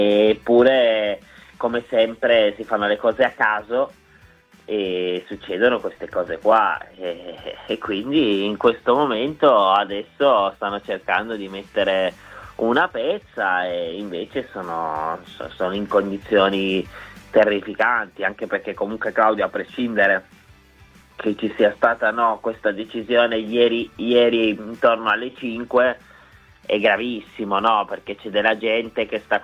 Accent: Turin, Piedmont, Italy; comunque sono di Torino, ci metto 25 minuti ad arrivare allo stadio

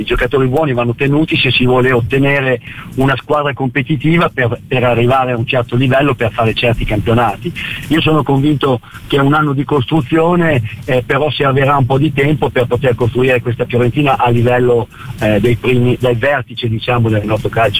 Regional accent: Emilia-Romagna, Italy; Che io sono emiliano e il mio papà era l'unico tifoso viola ai suoi tempi

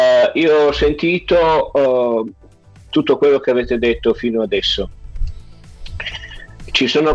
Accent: Turin, Piedmont, Italy; io sono torinese e per me contano molto.

